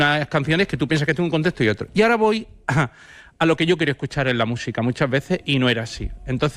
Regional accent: Granada, Andalusia, Spain; Hacia la Torre de la Vela, que yo soy de Granada.

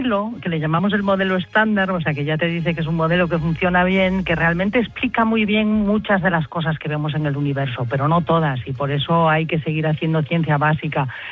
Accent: Santiago de Compostela, Galicia, Spain; moved away as an adult; now in Switzerland; soy, bueno, pues como muchos gallegos que han emigrado y que se han ido de Galicia, pero que todos conservamos esa forma tan gallega de ver la vida

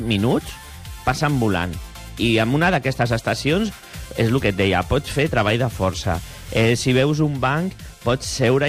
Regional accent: Sant Cugat del Vallès, Catalonia, Spain; Sant Cugat del Vallès, de tota la vida.

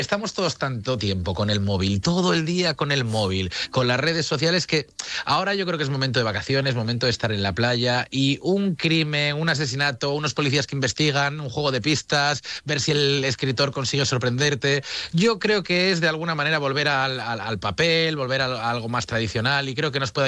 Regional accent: Vigo, Galicia, Spain; born there; now in Madrid, Spain

